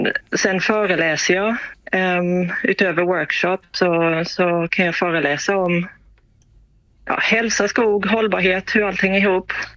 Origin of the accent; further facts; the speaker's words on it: Pakistan; Nej, jag växte upp i Pakistan.